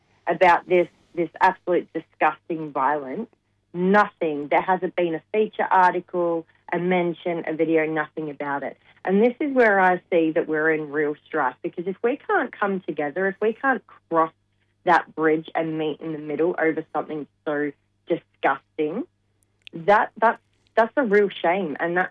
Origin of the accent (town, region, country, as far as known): Australia